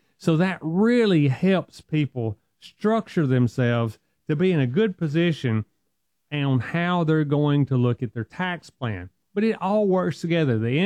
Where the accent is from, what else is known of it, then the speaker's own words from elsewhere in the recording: the South, United States; accent: strong Southern; I'm from the South and I got a strong accent